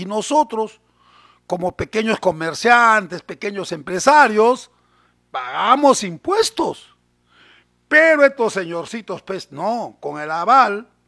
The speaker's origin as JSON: {"language": "Spanish", "country": "Peru"}